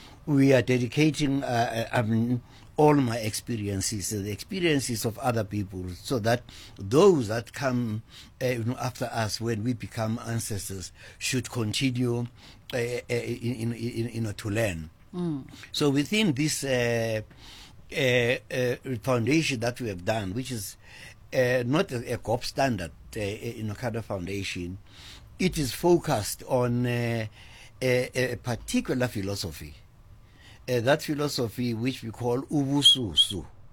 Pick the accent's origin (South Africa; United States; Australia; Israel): South Africa; moved away as an adult; also born or lived in United Kingdom / Eswatini; I'm from South Africa